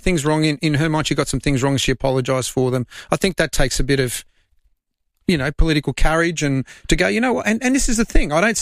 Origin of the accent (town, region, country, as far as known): Australia